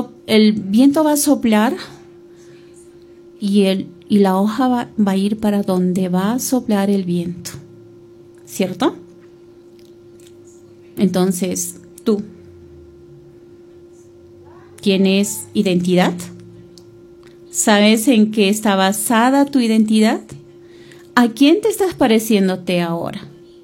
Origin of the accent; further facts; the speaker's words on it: Cusco, Peru; somos peruanos y somos más aquí, cusqueños, de Cusco